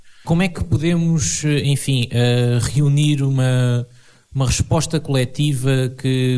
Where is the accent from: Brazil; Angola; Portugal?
Portugal; tendo em conta que nós, enquanto portugueses, enfim, temos muita ideia da melancolia, da saudade, da tristeza